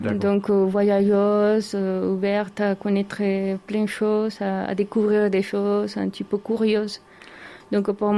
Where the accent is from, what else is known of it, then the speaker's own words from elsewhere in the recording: Colombia; now in France; Alors, je suis née en Colombie.